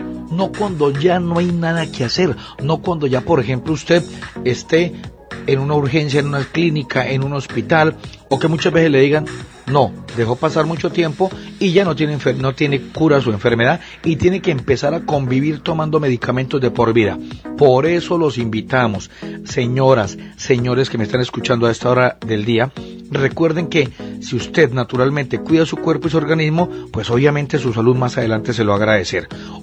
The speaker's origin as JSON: {"language": "Spanish", "country": "Colombia", "said": "No más adelante, porque como buen colombiano a veces dejamos todo para lo último."}